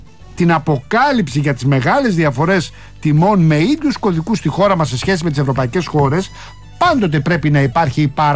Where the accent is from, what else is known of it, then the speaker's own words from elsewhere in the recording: Rafina, Attica, Greece; Καλημέρα στην πατρίδα μου, στη Ραφίνα.